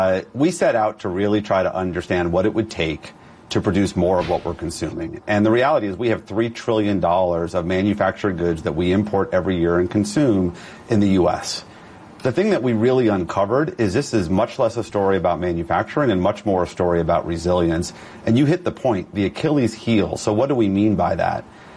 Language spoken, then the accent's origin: English; New York, United States; now in Washington, D.C., United States; I am born and raised in New York